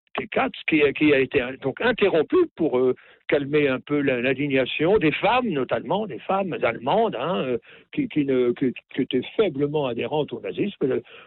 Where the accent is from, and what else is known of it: Normandy, France